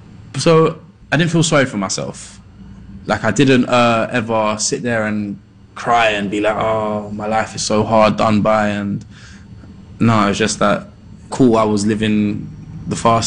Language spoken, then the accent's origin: English; London, United Kingdom; growing up in Peckham